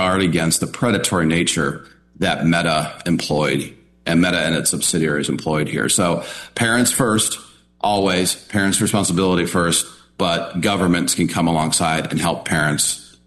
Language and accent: English; Lake County, Indiana, United States; I'm from Lake County